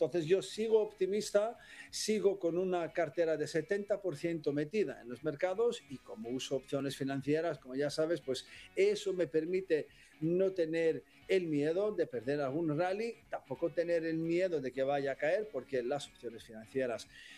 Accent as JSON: {"language": "Spanish", "country": "Greece", "second_language": "Spanish", "said": "yo soy griego, ya sé muy bien de deuda"}